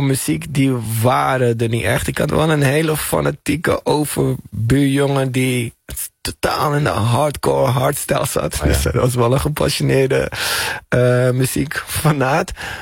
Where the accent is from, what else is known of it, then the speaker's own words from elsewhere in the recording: Amsterdam, North Holland, Netherlands; Ik ben geboren in Zuidoost, AMC. In de eerste paar jaar van mijn leven daar gewoond. Maar zolang ik me kan herinneren is het inderdaad Slotermeer.